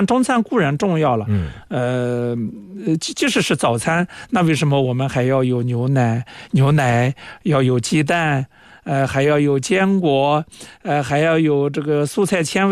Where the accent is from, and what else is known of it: China